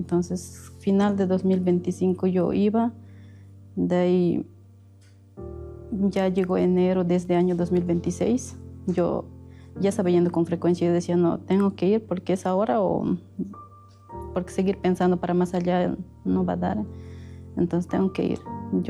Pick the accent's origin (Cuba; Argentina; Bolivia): Bolivia; tengo 29 años, soy de Bolivia.